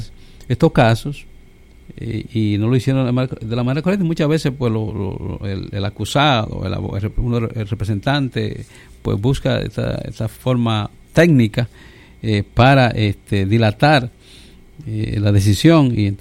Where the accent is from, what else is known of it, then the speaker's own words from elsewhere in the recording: Dominican Republic; en nuestro país y en todas partes, en República Dominicana